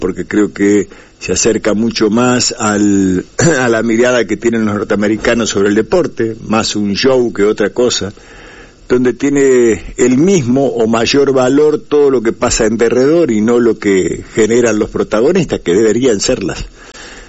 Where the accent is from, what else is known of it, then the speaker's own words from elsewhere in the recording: Argentina; La verdad que nosotros somos los argentinos somos unos personajes, ¿no?